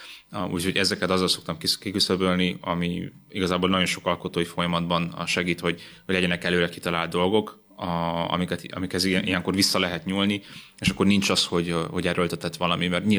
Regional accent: Galambod, Mureș County, Romania; now in Cluj-Napoca, Romania; ott éltem Marosvásárhelyen, nőttem fel, de Marosvásárhely mellett a Galambodon, megemlítem Galambodot, mert nagyon kevesen élnek a faluban, úgyhogy halljanak így többen is Galambodról, nagyon szép kis falu. Ott nőttem fel, és talán 11-12-es koromban beszéltem a legszebben magyarul

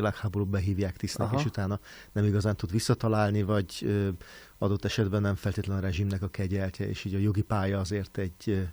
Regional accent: Pécs, Baranya, Hungary; Pécsi Egyetemen végeztem. Ott én pécsi vagyok, pécsi származású vagyok egyébként is, és ott folytattam a tanulmányaimat, majd Németországban is tanultam még, Frankfurtban.

